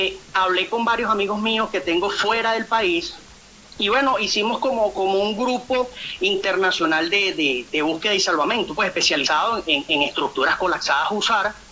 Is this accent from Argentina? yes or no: no; Guatire, Miranda, Venezuela; moved away as an adult; also born or lived in Zamora, Venezuela; now in Medellín, Colombia; como guatireño al fin